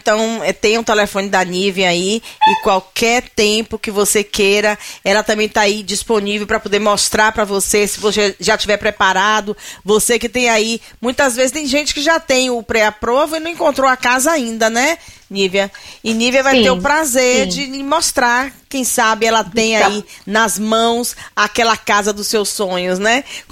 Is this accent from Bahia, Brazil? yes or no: yes; Bahia, Brazil; moved away; eu sou baiana, criado na Bahia e radicada aqui